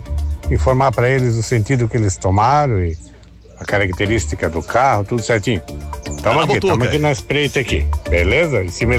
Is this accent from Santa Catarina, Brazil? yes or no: yes; Guaramirim, Santa Catarina, Brazil; a Guaramirim, a minha cidade natal, é... Nasci lá no Salto do Guamiranga, lá onde dá bastante roubalinho. Sou natural de Guaramirim, com muito orgulho.